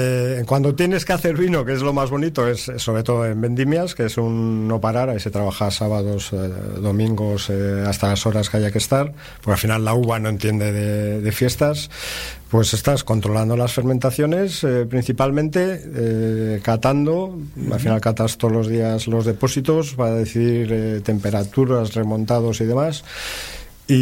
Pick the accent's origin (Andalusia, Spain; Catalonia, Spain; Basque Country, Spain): Basque Country, Spain; San Sebastián; moved away as an adult; now in La Rioja, Spain; Yo soy de San Sebastián. Yo soy nacido en San Sebastián y hasta los 18 años en San Sebastián. Luego ya me fui a estudiar, claro, fuera. Uh-huh. Y a los 18 ya soy medio riojano, porque llevo más tiempo en La Rioja que en San Sebastián.